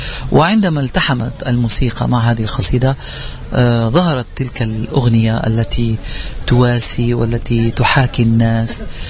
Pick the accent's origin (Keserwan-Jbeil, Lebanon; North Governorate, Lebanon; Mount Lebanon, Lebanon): Keserwan-Jbeil, Lebanon; Amchit; born there; وكنت في قريتي وفي بلدتي في عمشيت